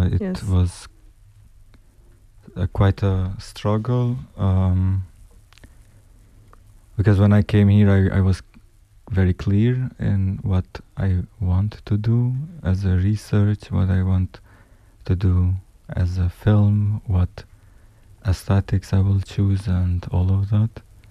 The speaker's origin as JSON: {"language": "English", "country": "Kosovo", "moved": "as an adult", "lives_now": "Zurich, Switzerland", "said": "I come from Kosovo. And since almost 3 years now, I'm based in Zurich"}